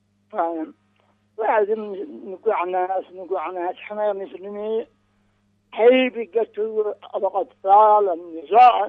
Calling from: Sanaa, Amanat Al Asimah, Yemen; من صنعاء من حولنا.

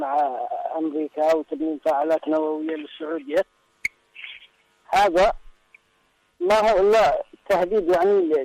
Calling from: Yemen; لنا نحن في اليمن

